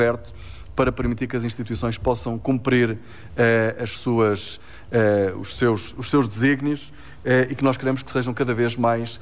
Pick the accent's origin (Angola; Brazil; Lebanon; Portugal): Portugal; Braga, Norte; Eu sou de Braga e quando vou a Bragança é longe.